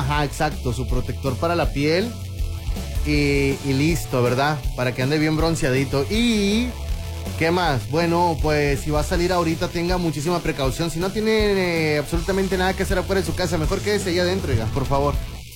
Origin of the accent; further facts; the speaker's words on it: Mexico; Como buen mexicano, el taco se respeta.